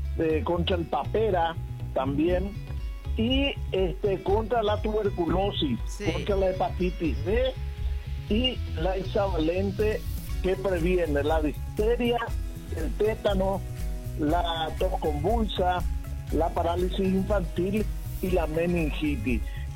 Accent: Argentina; now in Paraguay; yo soy argentino

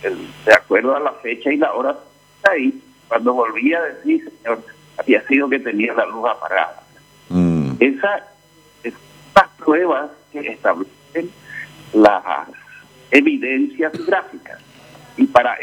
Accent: Paraguay

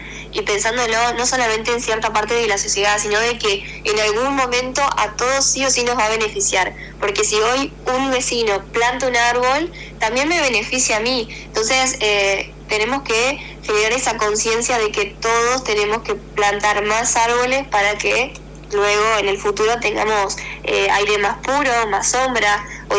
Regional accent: Victoria, Entre Ríos, Argentina; Tuviera que describirles el lugar de donde vengo, nunca les hablaría de mapas, sino que les hablaría de sensaciones, de lo que transmite. Este pedacito de tierra que llamamos Victoria o que llamamos Entre Ríos

